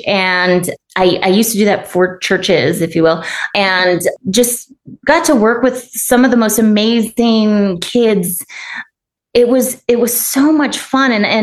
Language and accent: English; New Mexico, United States; I grew up in New Mexico